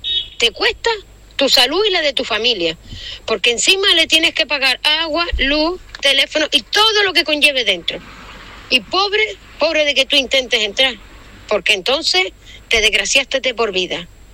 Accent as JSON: {"language": "Spanish", "town": "Valsequillo", "region": "Canary Islands", "country": "Spain", "said": "Soy de Valsequillo y tengo mi alarma puesta."}